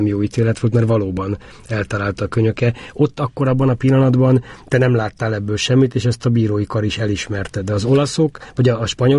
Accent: Hungary; hogy én is magyar vagyok

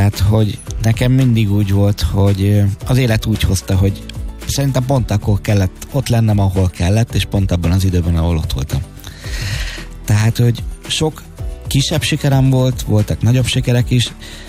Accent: Hungary; én büszke vagyok arra, hogy magyar vagyok

